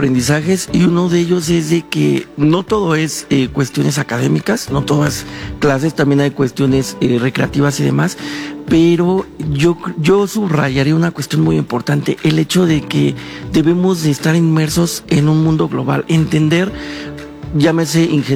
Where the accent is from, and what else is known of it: Mexico